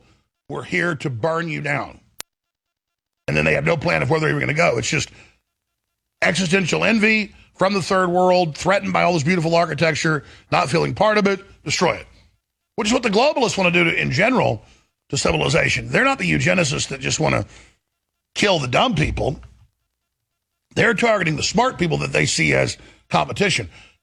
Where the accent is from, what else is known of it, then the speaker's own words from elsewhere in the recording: Dallas, Texas, United States; I grew up at the time the richest county in Texas, right outside Dallas